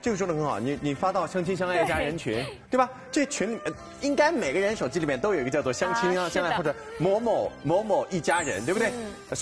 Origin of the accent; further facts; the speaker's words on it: Shanghai, China; 咱们上海人其实真的很洋气的。